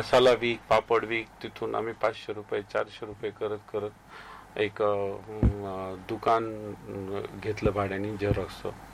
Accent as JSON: {"language": "Marathi", "town": "Georai", "region": "Maharashtra", "country": "India", "tie": "born or raised there", "moved": "as an adult", "lives_now": "Ahmednagar, India", "said": "माझं बालपण बीड मध्ये गेलेलं आहे. मी बीड जिल्ह्यातला आहे, गेवराई तालुक्यामध्ये मी माझं बालपण गेलेलं आहे."}